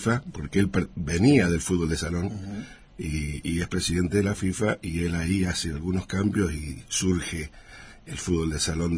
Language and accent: Spanish; Mendoza, Argentina; moved away as an adult; now in San Rafael, Argentina; tengo 45 años de fútbol de salón, yo soy de Mendoza, hace 25 años que estoy en San Rafael